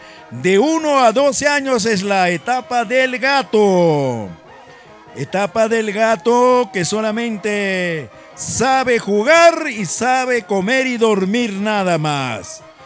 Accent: Peru; moved away; Cuando yo estudiaba en mi tierra de Collahuasi primaria, en esos tiempos de la década del 60

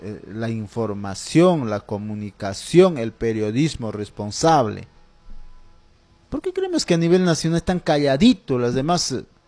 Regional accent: Junín, Peru; also born or lived in Tambillo, Ricrán district, Jauja province, Junín; este es mi pueblo querido, añorado. Centro Poblado de Unión Autiqui, mi pueblo donde me vio crecer. Desde el año 1978. Muy niño, ahí me he formado. Como ciudadano, como joven, estudiante, en adolescencia, ahí he pasado.

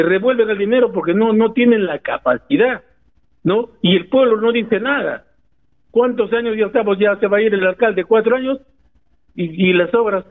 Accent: Olmos, Lambayeque, Peru; Falta patriotismo de la patria chica que es nuestro Olmos.

